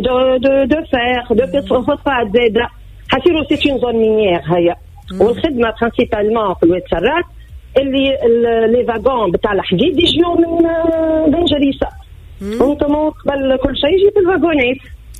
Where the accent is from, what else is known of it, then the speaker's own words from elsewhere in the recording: Menzel Bourguiba, Bizerte Governorate, Tunisia; born there; تولدت في بورقيبة.